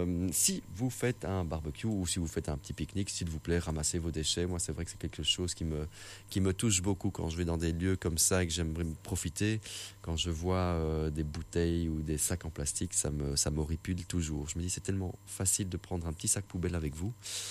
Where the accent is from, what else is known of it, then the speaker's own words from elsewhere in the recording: Brussels, Brussels-Capital Region, Belgium; moved away as an adult; now in Luxembourg Province, Belgium; je viens de Bruxelles. Moi, je suis nouveau dans la région.